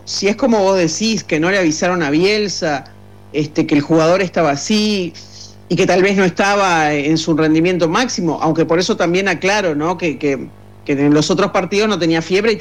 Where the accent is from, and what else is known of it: Uruguay